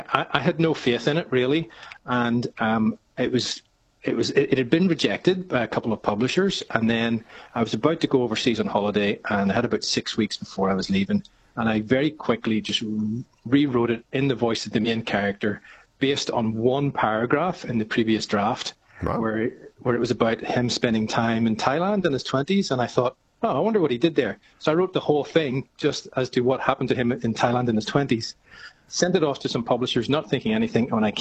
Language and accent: English; Ireland; But then the thing is, I'm Irish, so that's kind of par for the course.